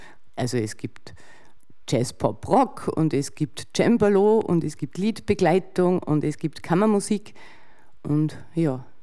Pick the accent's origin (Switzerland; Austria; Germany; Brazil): Austria; Bad Goisern, Upper Austria; Ich stamme aus Bad Gäusern und bin Pianistin und habe in Salzburg studiert